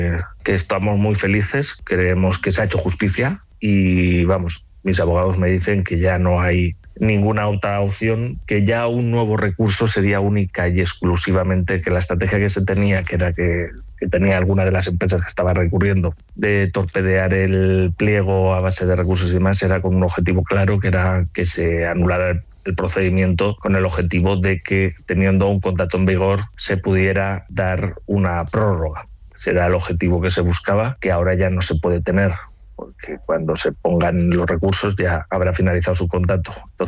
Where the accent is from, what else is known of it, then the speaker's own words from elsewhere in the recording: Aragon, Spain; Yo soy aragonés